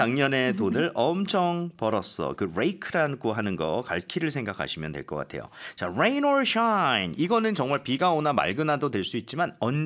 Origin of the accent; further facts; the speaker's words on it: Goseong, South Gyeongsang, South Korea; 어머, 저희 고향입니다. 경남 고성.